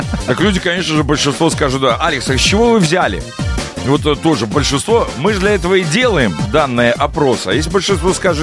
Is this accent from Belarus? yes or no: yes; Belarus; тут мы очень добрые, гостеприимные белорусы.